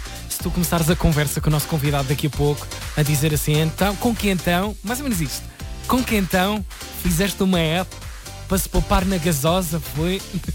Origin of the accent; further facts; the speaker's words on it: Portugal; E como bons portugueses, quando se fala de crise, resolve-se a crise